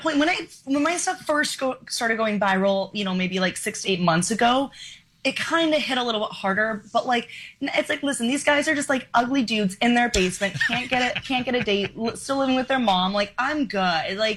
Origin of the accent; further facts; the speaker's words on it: Arizona, United States; also born or lived in Florida; now in New York City, United States; I grew up in Arizona.